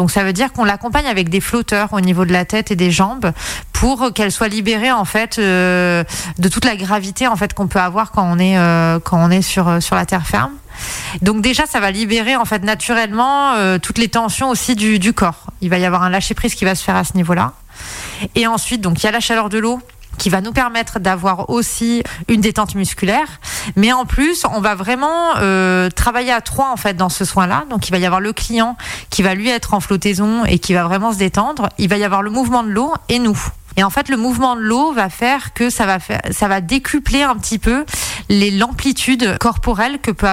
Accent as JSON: {"language": "French", "region": "south of France", "country": "France", "tie": "born or raised there", "moved": "yes", "lives_now": "Auvergne, France", "said": "Je suis originaire du sud de la France"}